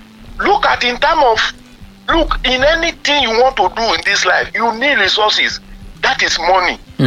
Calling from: Ibadan, Oyo, Nigeria; I'm calling from Ibadan here.

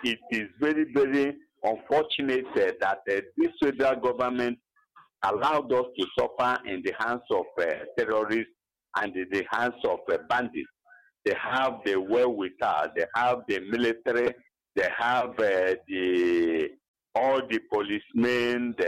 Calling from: Enugu, Enugu State, Nigeria; I'm calling from Abanik Enugu.

